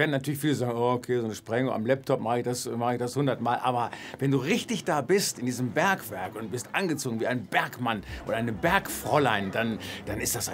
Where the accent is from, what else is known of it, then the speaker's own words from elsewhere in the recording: North Rhine-Westphalia, Germany; Blaue Lagune ist in Ostwestfalen. Boah, das wusste ich gar nicht. In meiner Heimat.